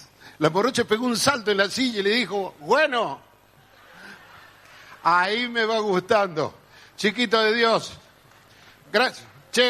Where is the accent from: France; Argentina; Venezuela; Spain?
Argentina; Cruz del Eje, Córdoba; Yo que vengo de Cruz del Eje, provincia de Córdoba, el noroeste cordobés, la gente saludadora